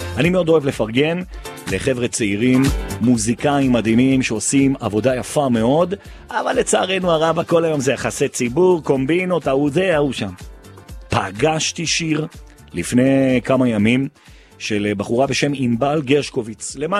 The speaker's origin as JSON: {"language": "Hebrew", "town": "Jerusalem", "region": "Jerusalem District", "country": "Israel", "said": "כי אנחנו ירושלמים."}